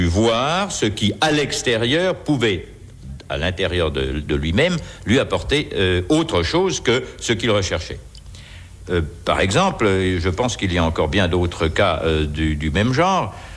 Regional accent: Lons-le-Saunier, Bourgogne-Franche-Comté, France; Quand j'avais 15 ans, j'avais une mansarde dans la maison de mon père, à Lons-le-Saunier dans le Jura. Je suis jurassien, je suis franc-comtois.

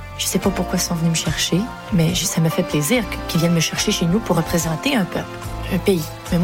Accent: Canada; Alors moi, si tu veux que je représente la Suisse, je suis canadienne, je connais pas l'Eurovision du tout.

